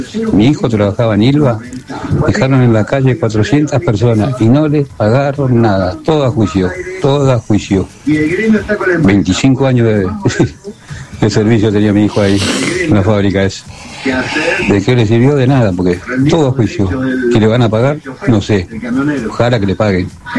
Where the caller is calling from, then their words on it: Pilar, Buenos Aires Province, Argentina; de Pilar.